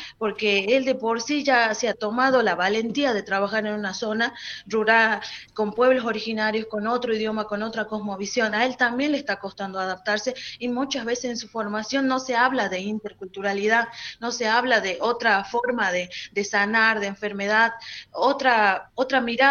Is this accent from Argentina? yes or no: yes; Argentina; somos originarios de acá, que estamos antes de la constitución del Estado Nacional.